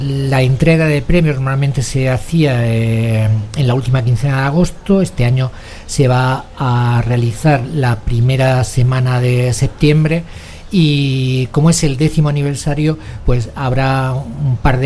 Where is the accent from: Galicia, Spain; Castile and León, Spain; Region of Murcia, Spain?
Region of Murcia, Spain; Águilas